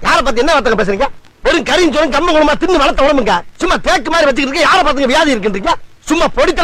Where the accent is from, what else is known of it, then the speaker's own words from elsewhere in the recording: Vathalagundu, Tamil Nadu, India; நானு வத்தல குண்டுக்கு பக்கத்துலங்க.